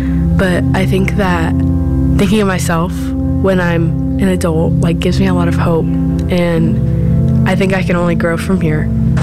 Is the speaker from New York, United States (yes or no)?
no; Indianapolis, Indiana, United States; I'm from Indianapolis.